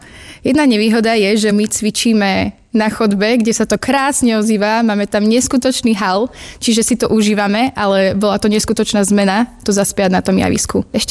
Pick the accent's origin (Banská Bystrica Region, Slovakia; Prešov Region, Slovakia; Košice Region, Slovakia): Košice Region, Slovakia; Margecany; ja som z Margecian zo Spiša